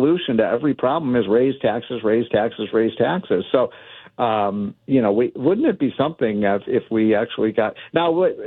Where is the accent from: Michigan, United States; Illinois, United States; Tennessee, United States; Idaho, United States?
Illinois, United States; Chicago; And, you know, as you know, I'm from Chicago.